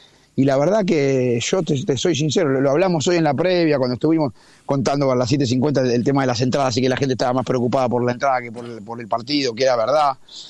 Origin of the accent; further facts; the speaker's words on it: Buenos Aires, Argentina; A los que nos toca vivir en Buenos Aires, a los que somos porteños desde la cuna